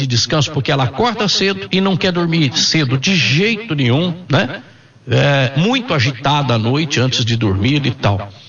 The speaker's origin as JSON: {"language": "Portuguese", "region": "Minas Gerais", "country": "Brazil", "tie": "born there", "moved": "yes", "said": "lá em Minas Gerais, onde eu nasci"}